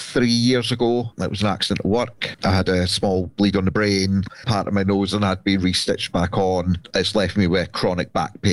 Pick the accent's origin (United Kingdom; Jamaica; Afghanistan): United Kingdom; Brechin, Scotland; we decided to move back up to Scotland because I'm originally from Brechin.